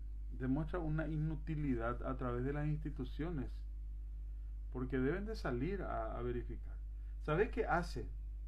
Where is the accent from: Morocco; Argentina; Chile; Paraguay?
Paraguay